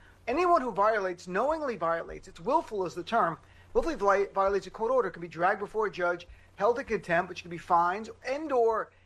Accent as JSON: {"language": "English", "region": "New Jersey", "country": "United States", "said": "Yeah, I'm also from Jersey."}